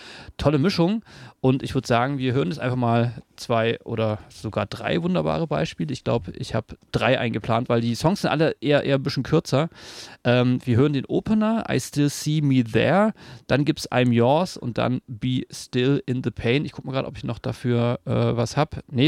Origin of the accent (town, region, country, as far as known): Berlin, Germany